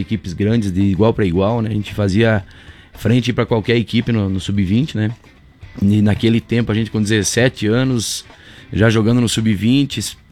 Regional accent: São Domingos, Santa Catarina, Brazil; mas eu sou da região aqui, sou natural de São Domingos, né, tive a formação lá no nosso Independente

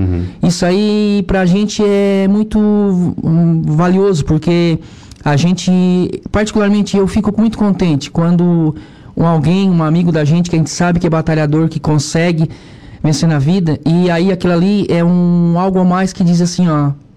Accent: Araranguá, Santa Catarina, Brazil; born there; also born or lived in Turvo / Ermo; E depois, após isso, a gente veio já para Araranguá.

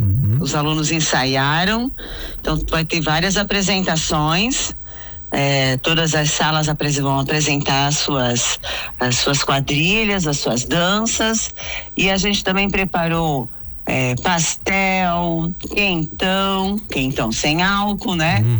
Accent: Brazil; Nós somos brasileiros

